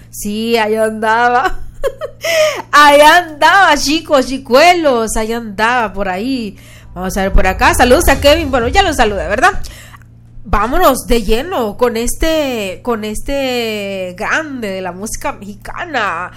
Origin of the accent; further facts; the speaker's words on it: Honduras; así como somos nosotros los hondureños